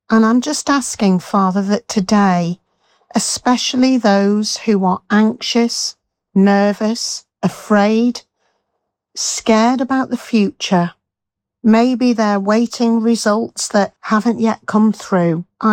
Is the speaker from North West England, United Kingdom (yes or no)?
no; Leeds, Yorkshire and the Humber, United Kingdom; from Leeds, and I would just love to lead you in a prayer to God, our Heavenly Father.